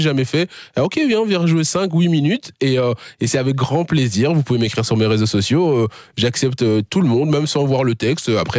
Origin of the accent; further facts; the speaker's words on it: Charleroi, Wallonia, Belgium; je suis très ancré à ma région, bah, comme vous Fanny, quand on est Carolo, on est fiers de l'être et on le dit partout.